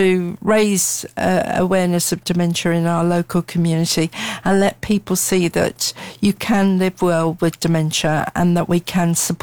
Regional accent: Ireland; now in Luton, United Kingdom; I was very proud and so privileged to be identified as Irish Person of the Year for the Luton and Community District.

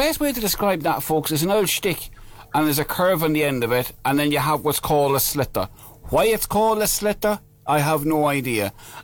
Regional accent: Ireland; now in Luton, United Kingdom; ethnic minorities, which I would be part of that being Irish.

